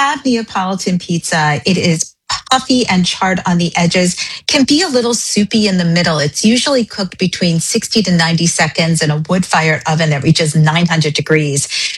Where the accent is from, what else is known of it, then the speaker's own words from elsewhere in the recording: New York, United States; I grew up in New York, New Jersey slice, so slice and pie may be my first choice